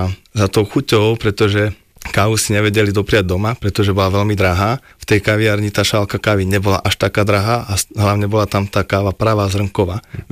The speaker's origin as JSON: {"language": "Slovak", "town": "Bzince pod Javorinou", "region": "Trenčín Region", "country": "Slovakia", "said": "Ja pochádzam od Nového Mesta nad Váhom, z takej spisovateľskej dedinky Bzince pod Javorinou."}